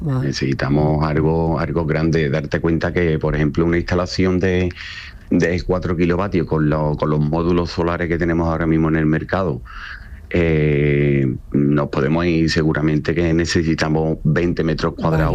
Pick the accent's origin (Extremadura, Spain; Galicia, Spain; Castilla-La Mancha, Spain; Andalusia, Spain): Andalusia, Spain; Seville; Yo soy de Sevilla.